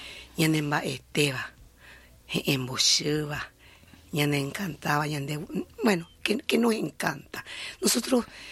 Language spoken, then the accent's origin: Spanish; Puerto Pinasco, Presidente Hayes, Paraguay; born there; Yo nací en el Chaco. Yo sí, nací en el Chaco, en Puerto Pinaco, en la cuna de la amistad.